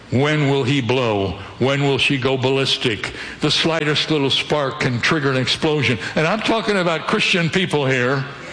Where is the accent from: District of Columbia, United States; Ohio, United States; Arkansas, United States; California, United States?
Ohio, United States; born or raised there